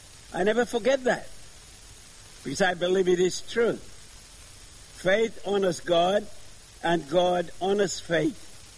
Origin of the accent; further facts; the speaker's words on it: Solomon Islands; moved away as an adult; from Solomon Islands. I've been a missionary here for 37 years.